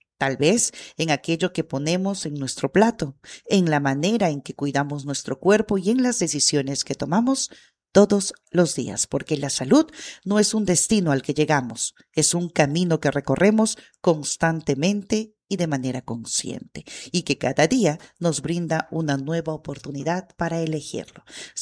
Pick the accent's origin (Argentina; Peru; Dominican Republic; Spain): Peru; nuestra identidad como peruanos.